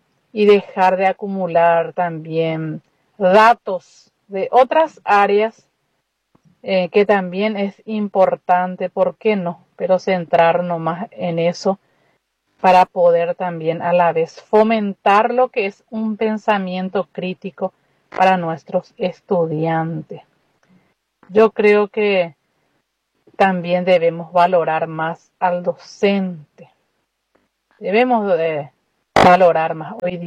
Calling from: San Pedro, Paraguay; soy de San Pedro, de una escuela rural

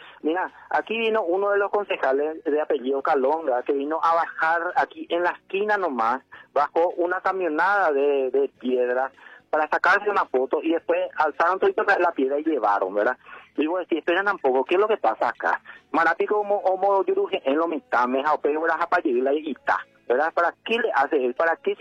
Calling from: Asunción, Paraguay; nosotros pues somos asunceno también, Luis, en el fondo pues somos asunceno porque vivimos en Asunción.

